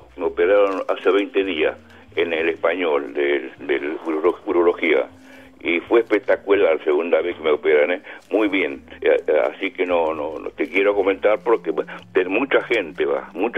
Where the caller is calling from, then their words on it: Buenos Aires, Argentina; … de Piedrabuena, Lugano.